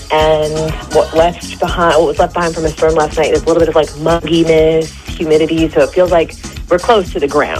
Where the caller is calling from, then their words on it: East Coast, United States; Like, I'm on the East Coast.